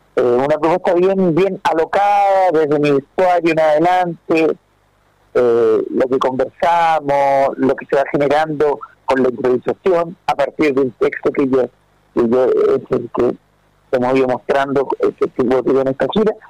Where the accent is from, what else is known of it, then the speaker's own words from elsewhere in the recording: Chile; yo como chileno apoyando a Argentina